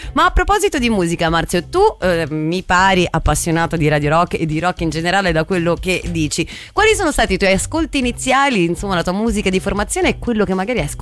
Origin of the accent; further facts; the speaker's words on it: Rome, Lazio, Italy; also born or lived in Piedmont; io sono piemontese ma sono cresciuta a Roma